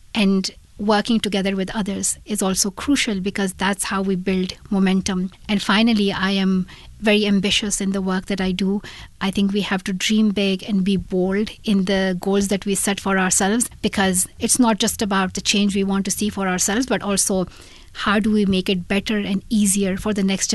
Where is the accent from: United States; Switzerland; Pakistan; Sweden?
Pakistan; I was reflecting on the school recess time for me growing up in Pakistan.